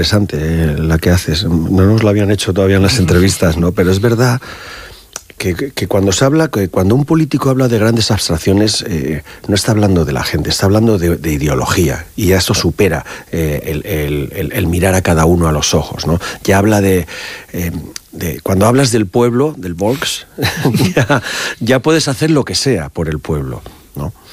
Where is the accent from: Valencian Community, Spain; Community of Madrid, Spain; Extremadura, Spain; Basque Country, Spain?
Basque Country, Spain; sobre todo en Euskadi, yo soy vasco